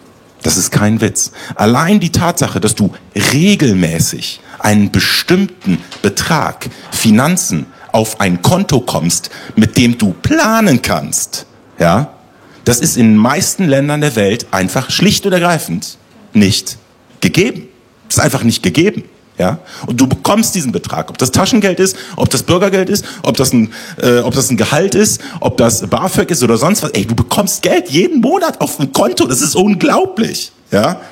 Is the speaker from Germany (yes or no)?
yes; Germany